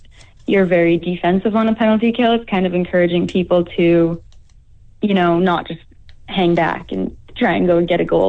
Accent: Starbuck, Manitoba, Canada; moved away as an adult; also born or lived in Portage la Prairie, Manitoba / Regina, Saskatchewan; I grew up in Starbuck, Manitoba, actually.

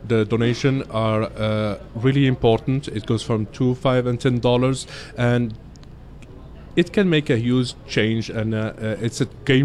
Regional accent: Morocco; now in Canada; because I'm from Morocco, and we are a country, let's say a touristic country

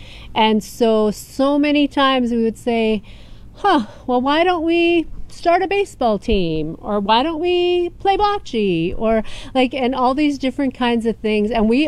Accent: Schoenfeld, Manitoba, Canada; I grew up in Schoenfeld, actually.

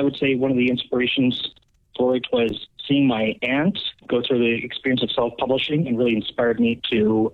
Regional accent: Weyburn, Saskatchewan, Canada; Yes, I'm still living in Weyburn.

